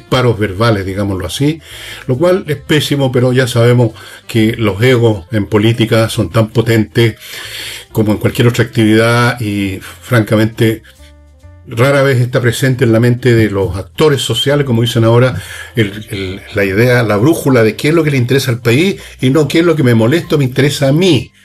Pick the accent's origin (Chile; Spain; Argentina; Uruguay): Chile; Esas personas somos los chilenos y ese país es Chile.